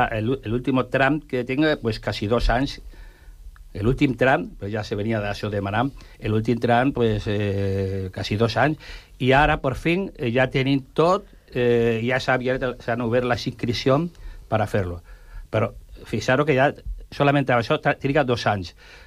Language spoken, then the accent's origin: Catalan; La Floresta, Catalonia, Spain; No, nosaltres no som de Sant Cugat, nosaltres som de la Floresta.